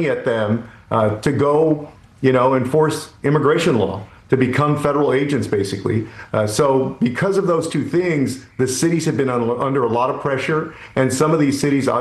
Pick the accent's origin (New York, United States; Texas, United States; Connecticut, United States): Texas, United States; Bexar County; Bexar County, which is the fourth largest county in Texas in my hometown